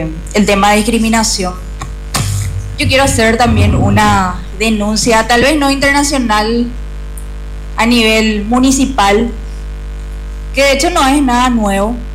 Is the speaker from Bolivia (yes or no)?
no; Luque, Central, Paraguay; A mí me duele como paraguaya, como ciudadana luqueña